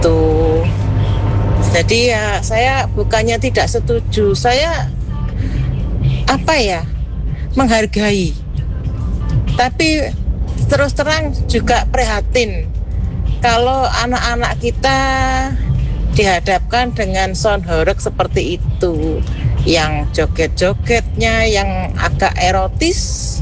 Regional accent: Singosari, East Java, Indonesia; bukan di pemukiman seperti di daerah saya Singosari.

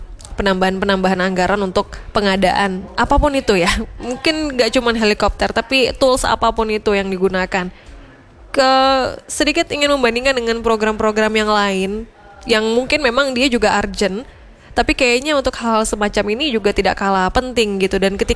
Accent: Kalimantan, Indonesia; moved away as an adult; now in Malang, Indonesia; saya juga asli dari Kalimantan ya

